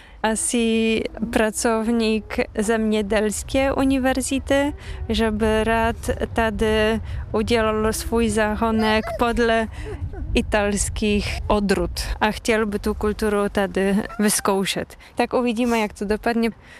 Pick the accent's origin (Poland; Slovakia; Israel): Poland; Czech is a second language; now in Czech Republic; Já jsem původem z Polska, tak nemám pocit, aby ten dům byl moc daleko. Že ty kultury a jazyky jsou docela blízko.